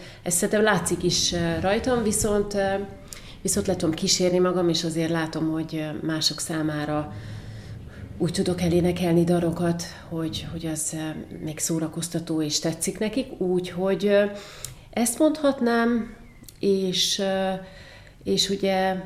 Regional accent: Miskolc, Borsod-Abaúj-Zemplén, Hungary; moved away; Én alapvetően Miskolcról jöttem, 82-ben születtem

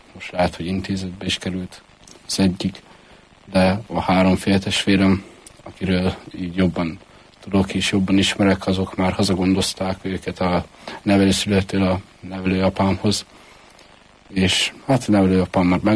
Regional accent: Budapest, Hungary; Hát Budapesten születtem, a 8. kerületben 2006-ban, 4. ó 15-én áprilisban. Hát a családi körülményeim nem voltak a legfényesebbek igazából. Gyereknek még itt éltem

